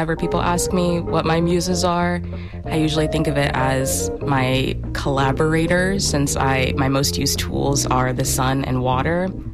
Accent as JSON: {"language": "English", "town": "Houston", "region": "Texas", "country": "United States", "said": "from Third Ward"}